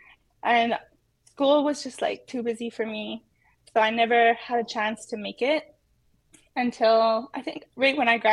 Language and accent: English; Ontario, Canada; I'm Korean Ojibwe from Sagamok Anishinaabek in Northern Ontario on my mom's side and Munchausen Cree Nation on my dad's.